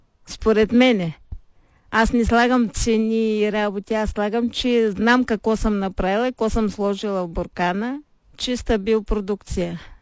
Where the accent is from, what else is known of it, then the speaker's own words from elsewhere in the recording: Parvomay, Plovdiv Province, Bulgaria; now in Hristo Milevo, Bulgaria; аз съм от Първомай и цял живот оранжерии гледахме